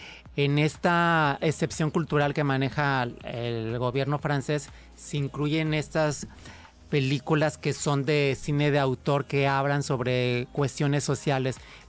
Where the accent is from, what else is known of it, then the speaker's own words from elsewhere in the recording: Mexico; nosotros como mexicanos, pues nos sentimos muy a gusto cuando hablamos de mole y de aztecas y de mayas.